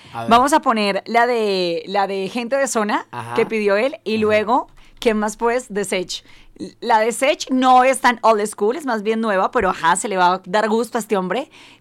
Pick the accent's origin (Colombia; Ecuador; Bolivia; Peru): Colombia; born there; Nací en Colombia, del reggaetón. El reggaetón lo respiré desde niña